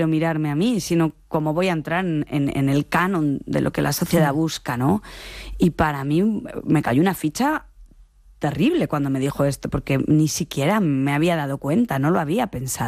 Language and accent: Spanish; Spain; Mi pueblo estaba entre medio de Zaragoza y Madrid, y entonces había mucho tráfico los domingos de la gente que iba a ver, bueno, pues que volvía de Madrid o que iba hacia Madrid. Y entonces es una zona donde se cultivaban cerezas.